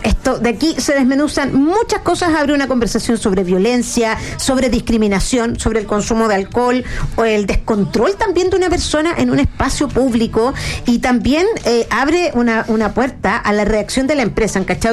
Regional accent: Chile; uno se siente mal a veces de decir soy chileno

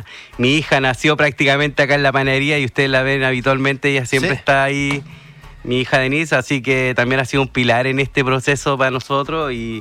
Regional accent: Peñaflor, Santiago Metropolitan Region, Chile; Nosotros llegamos hace 6 años acá. Yo vengo de Peñaflor, conjunto con mi pareja.

